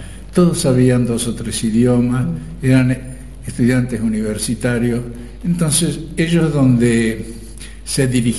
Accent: Argentina; moved away as an adult; tenía que viajar, tenía que irme de Argentina.

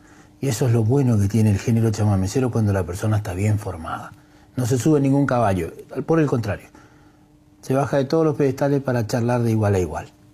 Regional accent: Calchaquí, Santa Fe, Argentina; born there; Yo sí nacido en Calchaquí.

